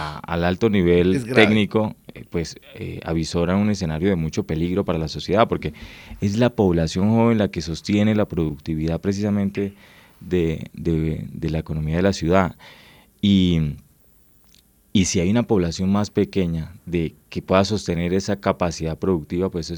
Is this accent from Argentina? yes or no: no; Valledupar, Cesar, Colombia; moved away as an adult; now in Bogotá, Colombia; Yo vengo de la provincia, yo vengo de Valledupar, yo allá en Valledupar.